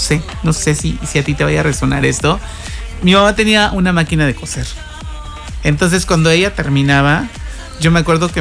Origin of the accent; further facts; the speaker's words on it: Yucatán, Mexico; también como buen niño yucateco, porque en casa obviamente dormíamos en hamaca